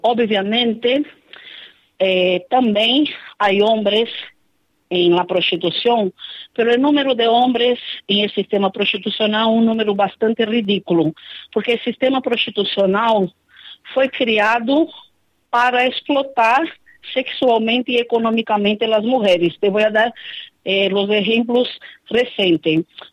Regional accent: Brazil; É como eu tenho dito, eu vim de Brasil, de Zique Brasil

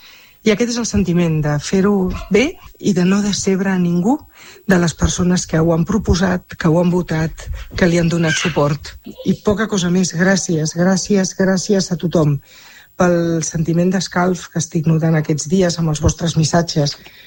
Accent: Sant Boi de Llobregat, Catalonia, Spain; ser santboiana. Els meus pares, fa 60 i molts anys, van venir a Sant Boi. Podien haver anat a algun altre lloc del món, però van triar Sant Boi. Era el destí que fos Sant Boi. I això m'ha permès néixer

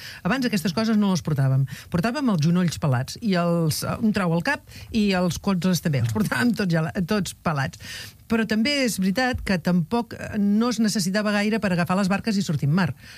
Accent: Arenys de Mar, Catalonia, Spain; els que som d'Arenys

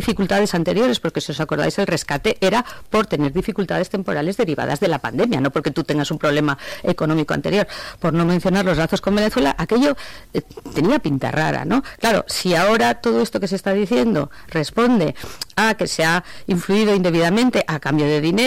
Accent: Spain; Yo, como española y con independencia de la simpatía política de cada uno

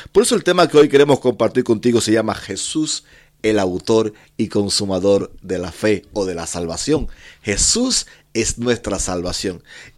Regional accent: Cuba; now in Spain; yo que vengo de Cuba

